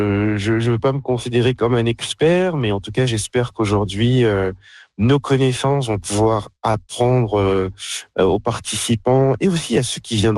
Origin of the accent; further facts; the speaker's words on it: Martinique; also born or lived in France; now in Saskatchewan, Canada; chez nous en Martinique